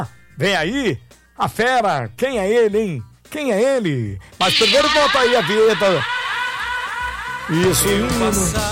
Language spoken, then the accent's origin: Portuguese; Argentina; Respeito a sua, mas eu sou argentina.